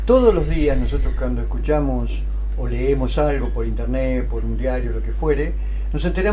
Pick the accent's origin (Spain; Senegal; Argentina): Argentina; Mar de Ajó, Buenos Aires Province; nosotros somos de Mar de Ajó